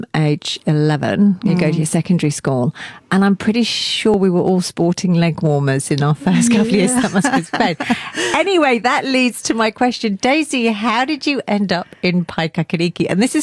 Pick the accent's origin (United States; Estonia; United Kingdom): United Kingdom; South West England; also born or lived in Hitchin; So we have a connection there, and I'm from Cornwall.